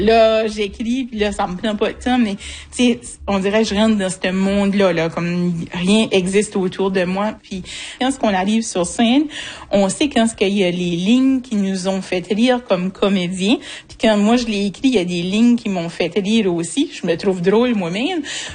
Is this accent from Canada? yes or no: yes; Saint-Joseph-de-Madawaska, New Brunswick, Canada; moved away as an adult; now in Rogersville, Canada; J'ai 44 ans, je suis originaire de Saint-Joseph de Madawaska, puis ça fait depuis une bonne vingtaine d'années que j'habite à Rogersville